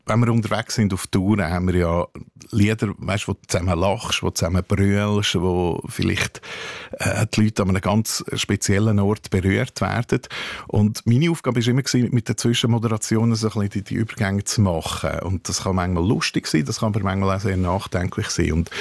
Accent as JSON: {"language": "German", "region": "Bern", "country": "Switzerland", "said": "habe jetzt auch bei meinem Lied dürfen, ein bisschen Glarnerdeutsch fehlen, weil das liegt immer als Berner nicht so."}